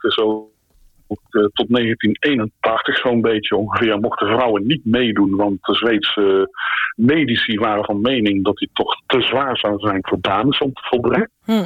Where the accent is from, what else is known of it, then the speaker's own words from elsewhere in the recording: Nijmegen, Gelderland, Netherlands; Toen ik opgroeide in Nijmegen was het 1 groot feest. Iedereen kon gaan waar die wilde.